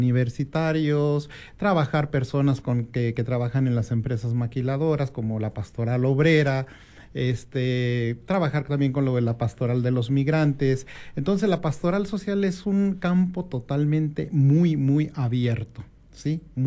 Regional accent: Mexico; Como mexicanos todos tenemos derecho pues a tener un seguro social.

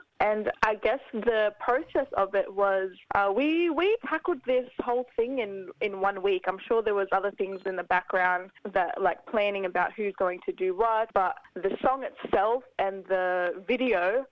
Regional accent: New South Wales, Australia; I'm a proud Gamilaroi woman.

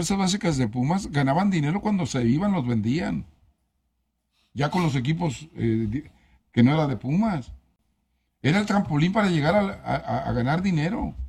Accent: Jalisco, Nayarit, Mexico; En mi pueblo, Jalisco, Nayarit, se hace un torneo de barrios en agosto, que es la feria de mi pueblo.

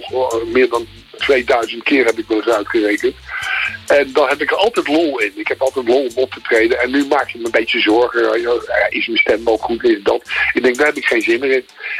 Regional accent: The Hague, South Holland, Netherlands; Ja, ik ben Hagenees natuurlijk, want ik ben geboren in Schilderswijk.

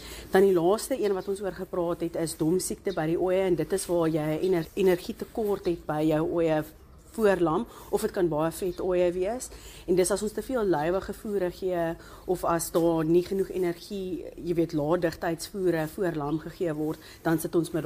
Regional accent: Pretoria, Gauteng, South Africa; ek kom van Pretoria af. Ek is gebore en getoe daar al my universiteitsloopbaan, alles het ek daar gedoen.

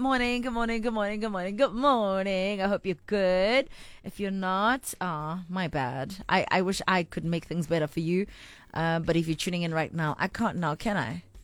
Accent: South Africa; moved away; In my hood, we call each other Skado. I'm from the Val originally

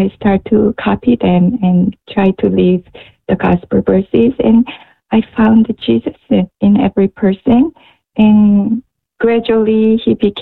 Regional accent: Daegu, South Korea; the children's gathering in the Focolare movement that was happening in my hometown, Daegu.

